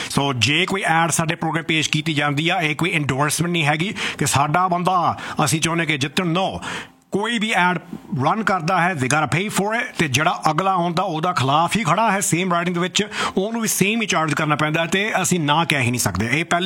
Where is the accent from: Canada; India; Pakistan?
Canada; Brampton, Ontario; ਜਿੰਨਾ ਮਰਜ਼ੀ ਲੋਕ ਭੰਨੀ ਆਉਣੇ ਸ਼ਹਿਰ ਨੂੰ, ਅਸੀਂ ਆਪ ਵੀ ਭੰਨਦੇ ਹੀ ਰਹਿੰਦੇ ਹਾਂ ਕਿਉਂਕਿ ਅਸੀਂ ਇੱਥੋਂ ਦੇ ਹਾਂ